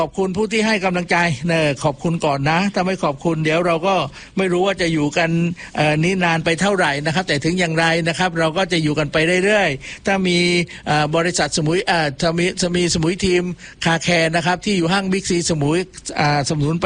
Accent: Ko Samui, Surat Thani, Thailand; เพราะผมเป็นคนเกาะสมุย

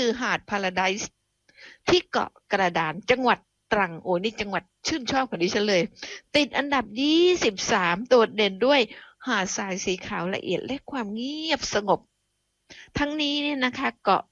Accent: Phuket, Thailand; born or raised there

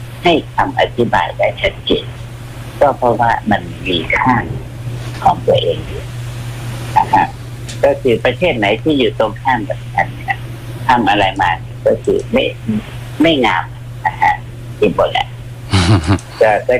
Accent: Vientiane Province, Laos; ที่ลาวแต่บ้านเกิดเนี่ยห่างจากนครเวียงจันทร์50กิโลแต่อยู่อีกแขวงหนึ่งเขาเรียกว่าแขวงเวียงจันทร์

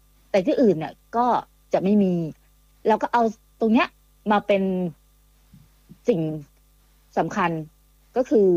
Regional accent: Chanthaburi, Thailand; เราเป็นคนจันทบุรีอยู่แล้ว

